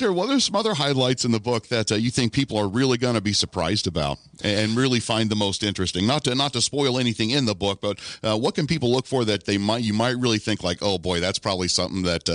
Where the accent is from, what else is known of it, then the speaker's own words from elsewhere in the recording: Bedford, Indiana, United States; also born or lived in Denver, Colorado; Even when I lived out west for a little while, you know, in Denver, you know, I was like, oh, I'm from Lawrence County. I'm from Bedford, Indiana.